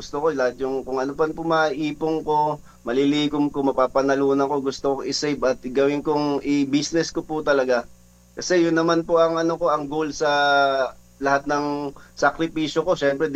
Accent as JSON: {"language": "Tagalog", "town": "Las Piñas", "region": "Metro Manila", "country": "Philippines", "tie": "born or raised there", "moved": "yes", "lives_now": "Quezon City, Philippines", "said": "33 years old na po. Taga Las Piñas talaga ako, tubong Las Piñas ako. Pero dito ako ngayon naninirahan sa Quezon City."}